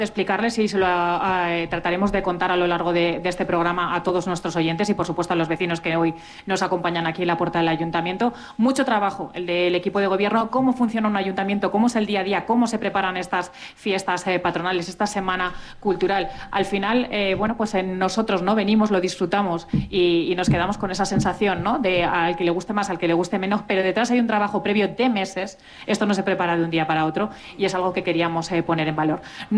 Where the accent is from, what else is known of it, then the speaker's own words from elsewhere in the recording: Arenas de San Pedro, Castile and León, Spain; Yo soy de Arenas de San Pedro